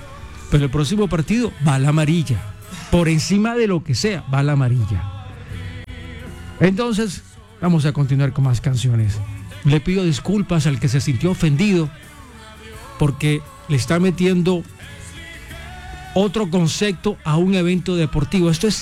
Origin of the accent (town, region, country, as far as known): Colombia